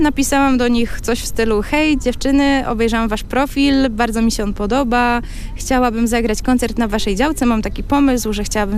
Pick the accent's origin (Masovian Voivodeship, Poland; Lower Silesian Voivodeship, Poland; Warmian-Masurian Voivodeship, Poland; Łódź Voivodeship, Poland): Masovian Voivodeship, Poland; Warsaw; jestem z Warszawy